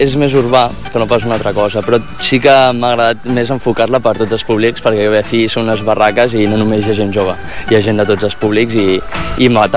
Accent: Palafolls, Catalonia, Spain; jo soc de Palafolls de tota la vida

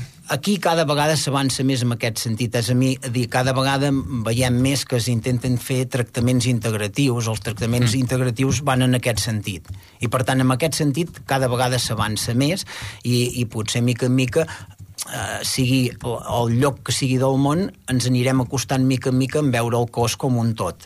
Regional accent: Catalonia, Spain; que aquí també tenim les herbes de les iaies remeieres, jo soc de la Garrotxa, vull dir, aquí tenim molta experiència

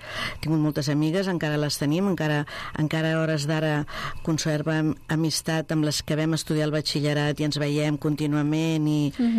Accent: Mollet del Vallès, Catalonia, Spain; also born or lived in León; Soc una molletana d'adopció, perquè jo vaig néixer a León, però vaig venir a Catalunya molt petita, amb 14 mesos, i la meva vida ha passat a Mollet

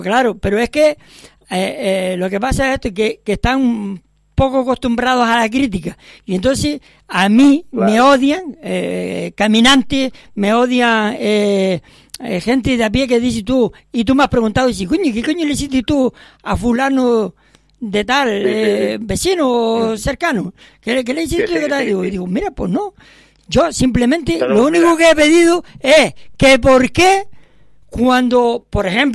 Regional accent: Vega de San Mateo, Canary Islands, Spain; me gustaría como ciudadano y votante en San Mateo que mi pueblo tenga lo mejor.

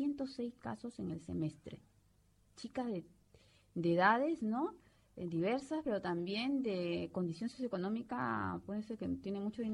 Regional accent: Peru; moved away; porque soy peruana.

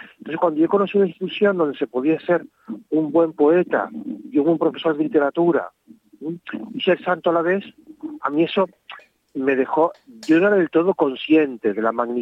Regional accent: Santa Cruz de Tenerife, Canary Islands, Spain; Yo soy de aquí de Santa Cruz, de Tenerife, y estudiaba primero de BUP, tenía 14 años

